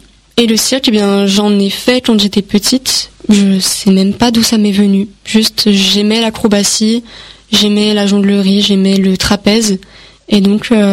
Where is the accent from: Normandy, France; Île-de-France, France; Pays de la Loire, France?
Île-de-France, France; L'Isle-Adam; also born or lived in Champagne; Je suis née à Lille-Adam.